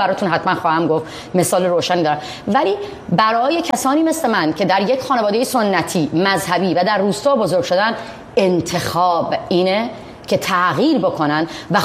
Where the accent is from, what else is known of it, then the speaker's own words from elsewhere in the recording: Mazandaran, Iran; moved away; باید انتخاب میکردم که توی خونه تو قمیکولا بمونم، 5-6 تا بچه به دنیا بیارم، یا اینکه از اونجا بزنم بیرون.